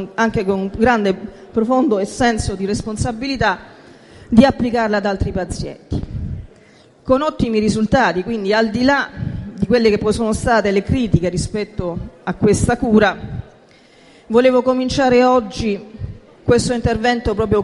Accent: Apulia, Italy; Concludo da salentina

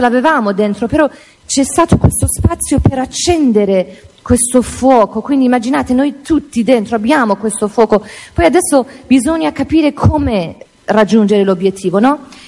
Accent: Iran; Io non posso immaginarlo, perché da quando io, essendo iraniana, sono nata

